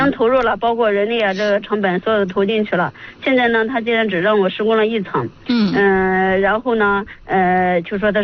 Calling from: Yuncheng, Shanxi, China; 我是咱运城的。

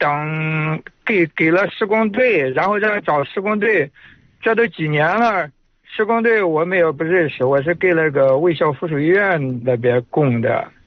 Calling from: Yuncheng, Shanxi, China; 我是延辉区的。

